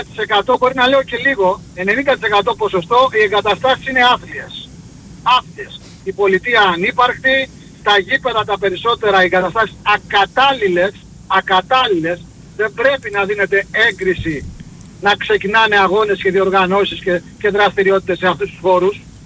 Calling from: Chania, Crete, Greece; Σάβα, είμαι από Χανιά.

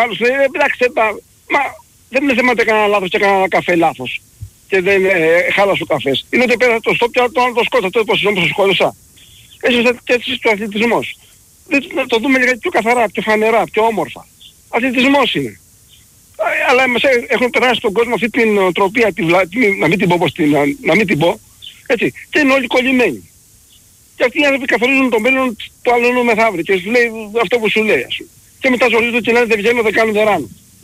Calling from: Central Greece, Greece; είμαι από Εύβοια.

